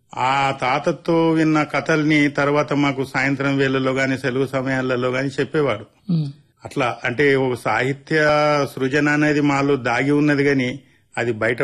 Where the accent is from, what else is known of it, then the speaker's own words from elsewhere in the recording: Yapalaguda, Telangana, India; మా ఊరు యాపలగూడ. ఇక నేను ఏ కాలాన్ని కూడా నేను పట్టణంలో గడిపింది లేదు. ఒక చదువుల నిమిత్తము నేను పండిత శిక్షణ పొందినప్పుడు మాత్రమే ఒక సంవత్సరం హైదరాబాద్ లో ఉండవలసి